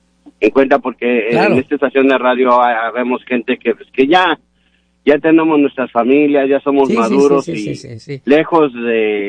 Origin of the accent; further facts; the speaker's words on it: United States; sí, soy estadounidense mexicano.